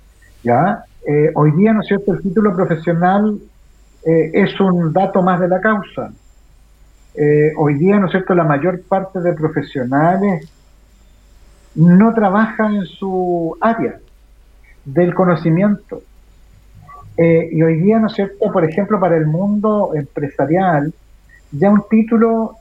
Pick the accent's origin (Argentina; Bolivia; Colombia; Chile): Chile; como chilena y chileno.